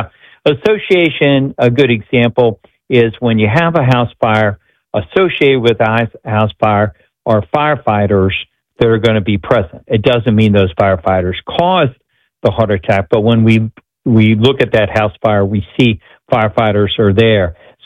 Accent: Minnesota, United States; a researcher here in my home state in Minnesota called Dr. Keyes

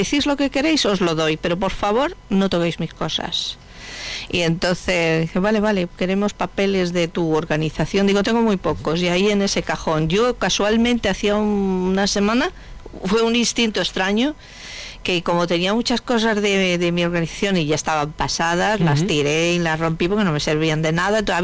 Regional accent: Spain; Además, yo soy también española, entonces para mí

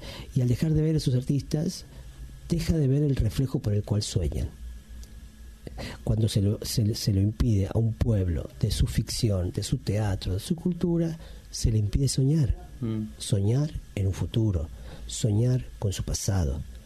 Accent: Argentina; mientras en mi casa me criaba en la cultura andina, porque yo soy argentino, mis padres son bolivianos

